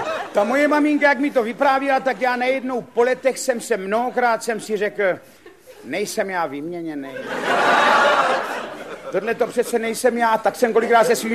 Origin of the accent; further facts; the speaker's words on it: Ivančice, South Moravian Region, Czechia; also born or lived in Hicmanice; Já jsem se narodil v Ivančicích. Mě nerodila porodní bába, my jsme s ní nevycházeli. Tak tam byly jistý obavy. A tak jsem se narodil v porodnici a v těch Ivančicích jsem prožíval velký kus svého mládí.